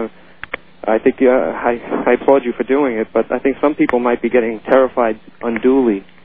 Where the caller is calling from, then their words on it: New York City, New York, United States; I'm listening in Brooklyn, New York on 770 WABC.